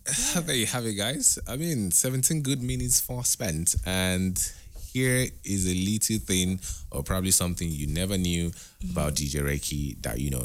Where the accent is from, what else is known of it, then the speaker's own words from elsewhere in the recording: Lagos, Nigeria; moved away as an adult; now in Port Harcourt, Nigeria; Oh, I grew up in Lagos. So I schooled at Lagos State Polytechnic.